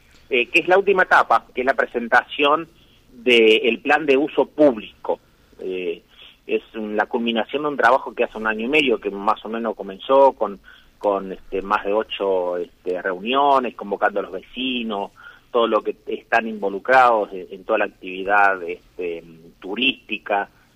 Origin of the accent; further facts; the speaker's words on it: Colonia Elía, Entre Ríos, Argentina; moved away; volver a mi pueblo, Colonia Elía